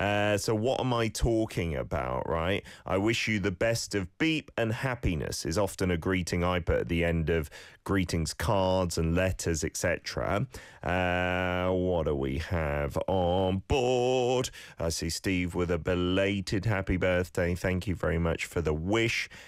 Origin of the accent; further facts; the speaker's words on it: United Kingdom; now in South Korea; than in my home country of the UK.